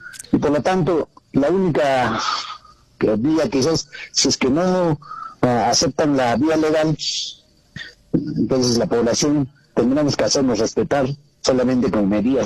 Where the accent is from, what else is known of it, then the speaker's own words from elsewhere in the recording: Peru; Entonces, nosotros como peruanos no podemos aceptar, ¿no?